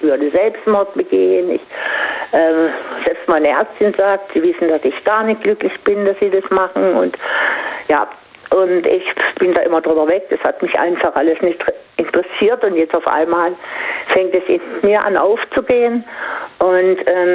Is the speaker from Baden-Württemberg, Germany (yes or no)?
yes; Singen, Baden-Württemberg, Germany; ich komme ja aus Singen